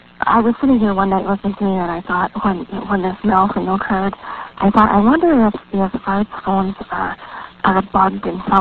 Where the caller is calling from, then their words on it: Minnesota, United States; I'm from Minnesota.